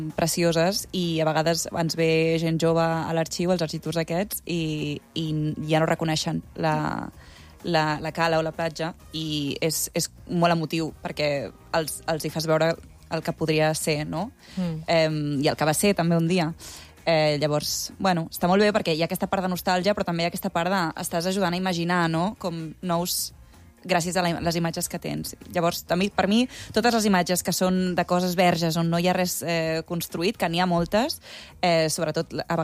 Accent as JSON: {"language": "Catalan", "town": "Barcelona", "region": "Catalonia", "country": "Spain", "said": "Jo no he estat encara, és que jo soc de Barcelona, però, clar, ara estic vivint aquí"}